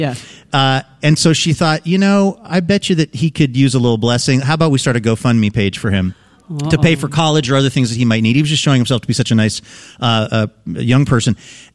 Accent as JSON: {"language": "English", "town": "Seattle", "region": "Washington", "country": "United States", "said": "because I'm from Seattle, I can't say the word bagel correctly."}